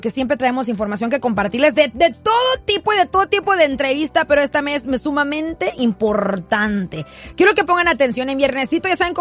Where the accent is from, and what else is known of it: Mexico; now in Los Angeles, United States